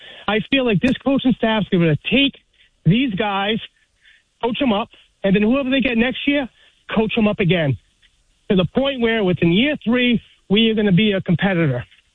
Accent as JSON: {"language": "English", "region": "New England", "country": "United States", "tie": "born or raised there", "lives_now": "Rhode Island, United States", "said": "growing up in New England with the Patriots run"}